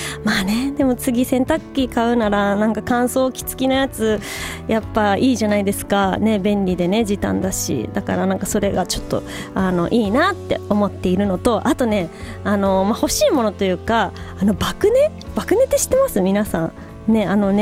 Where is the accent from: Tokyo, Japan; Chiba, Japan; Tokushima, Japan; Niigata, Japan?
Niigata, Japan; 私の地元新潟公演、長岡の音楽食堂にて夜公演が決まっております。